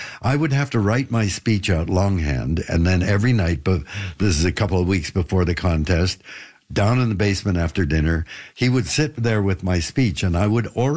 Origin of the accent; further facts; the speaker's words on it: Canada; when we're born in Canada